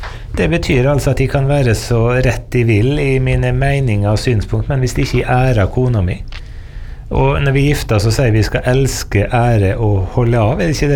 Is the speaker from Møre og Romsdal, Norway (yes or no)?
yes; Møre og Romsdal, Norway; For at der jeg kommer fra, så sier vi ikke kjæringa, vi sier kjæring. Med dobbel der og fykkelig. Ja, men det er sant, vi sier det på Sunnmøre kjæring